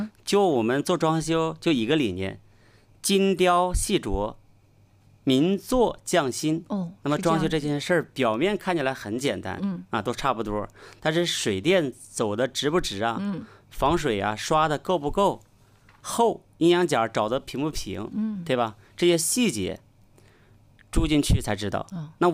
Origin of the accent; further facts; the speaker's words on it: Wuhan, Hubei, China; moved away as an adult; now in Dalian, China; 我是武汉人